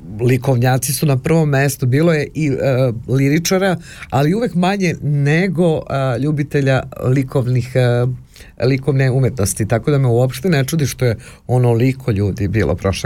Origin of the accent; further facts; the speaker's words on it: Prevešt, Šumadija and Western Serbia, Serbia; pa ja sam baš iz Prevešta